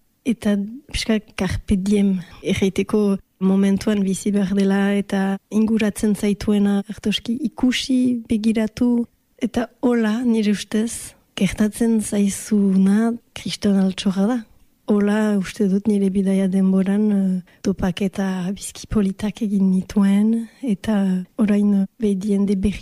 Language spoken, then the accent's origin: Basque; Bayonne, Nouvelle-Aquitaine, France; moved away as an adult; also born or lived in United States / Bordeaux / New Zealand; Baionan sortu nintzen eta ugoi urte arte Baionan bizi nintzen.